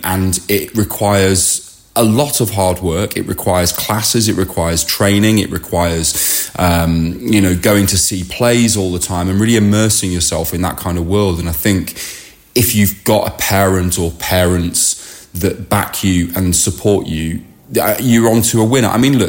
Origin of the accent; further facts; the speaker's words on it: Sutton Coldfield, West Midlands, United Kingdom; born there; I was born in Sutton Coalfield in the Midlands.